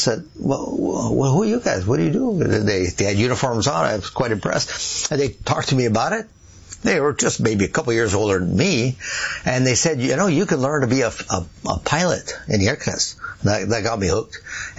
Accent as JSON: {"language": "English", "town": "Montreal", "region": "Quebec", "country": "Canada", "tie": "born there", "also_born_or_lived": "Sherbrooke", "said": "Actually, I was born right here in Montreal, at Verdun, actually. But we only lived here a couple years at the time. My father was a manager at Sun Life, so we kind of moved around. We moved to Sherbrooke for about 3"}